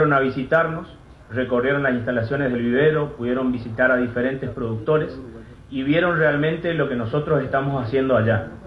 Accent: Argentina; argentino.

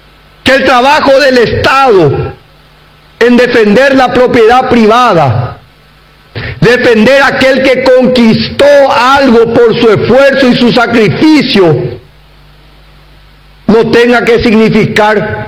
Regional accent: Paraguay; me siento orgulloso como paraguayo, como un joven que ama a esta patria

